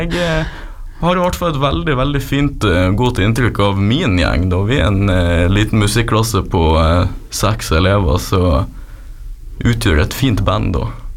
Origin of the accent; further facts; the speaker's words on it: Northern Norway, Norway; Jo, til dels nordlending, ja.